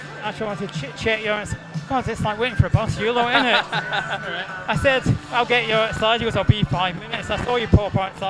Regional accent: Glasgow, Scotland, United Kingdom; I'm from Glasgow, Edinburgh

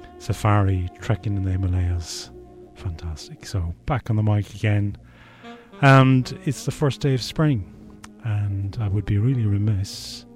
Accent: Ireland; I'm Irish

